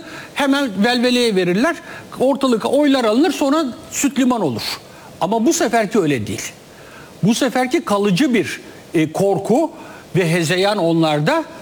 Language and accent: Turkish; Cyprus; Ben Kıbrıslıyım.